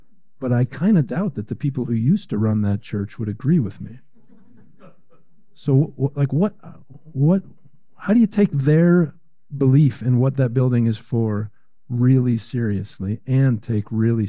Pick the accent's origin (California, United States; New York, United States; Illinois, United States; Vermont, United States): Illinois, United States; Chicago; born or raised there; now in Portland, United States